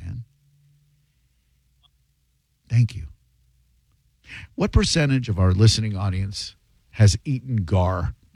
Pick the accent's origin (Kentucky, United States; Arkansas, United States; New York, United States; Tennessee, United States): Arkansas, United States; Conway; I grew up in South Conway